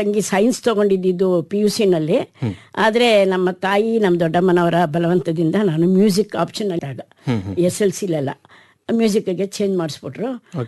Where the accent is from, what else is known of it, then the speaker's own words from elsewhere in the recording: Mysuru, Karnataka, India; ಮೂಲತಃ ನಾನು ಹುಟ್ಟಿ ಬೆಳೆದಿದ್ದೆಲ್ಲ ಮೈಸೂರು, ಆದ್ರೆ ನಮ್ಮ ತಂದೆಯವರೆಲ್ಲ ಇದ್ದಿದ್ದು ಅರಕಲ್ಗುಡ ತಾಲೂಕಿನ ರುದ್ರಪಣಂ ಗ್ರಾಮದಲ್ಲಿ.